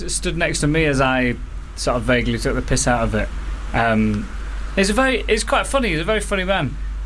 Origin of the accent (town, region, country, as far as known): England, United Kingdom; born or raised there